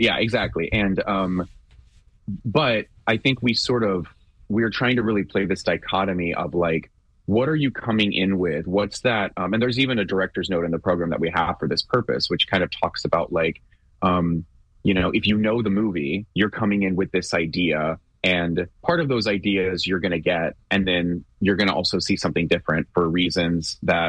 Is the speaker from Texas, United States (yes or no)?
yes; Houston, Texas, United States; I grew up in Houston, and when I was younger and kind of first starting out in Houston, there were so many summer shows and activities and stuff